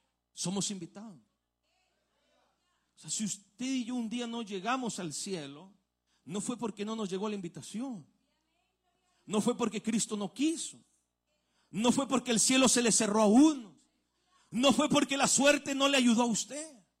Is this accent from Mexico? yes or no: yes; Mexico; nosotros somos mexicanos, hermano.